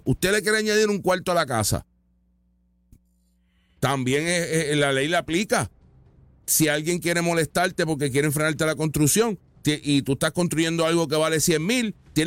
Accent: Puerto Rico; Y es de allá de mi pueblo, de Calley.

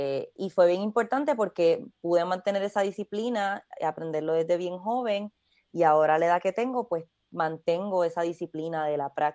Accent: Caguas, Puerto Rico; born there; also born or lived in Vega Alta; Sí, nací en Caguas, pero cuando empecé a tocar el cuatro... yo vivía en Vega Alta

